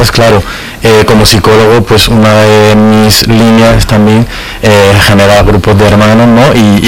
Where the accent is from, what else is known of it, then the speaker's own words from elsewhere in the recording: Andalusia, Spain; yo... que soy de Andalucía y que pertenecía a la Asociación 22 Cuida Andalucía